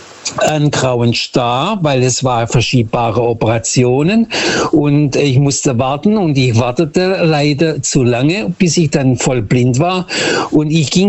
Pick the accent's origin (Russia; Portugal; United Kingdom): Portugal; Lisbon; now in Germany